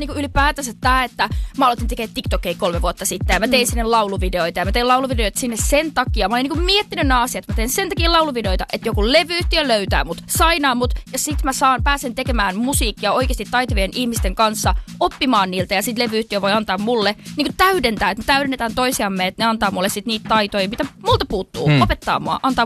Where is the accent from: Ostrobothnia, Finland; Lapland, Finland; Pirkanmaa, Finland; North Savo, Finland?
Ostrobothnia, Finland; Vaasa; moved away as an adult; now in Helsinki, Finland; Mä tuun Vaasasta, sainasin levytyssopparin ja muutin samantien Helsinkiin.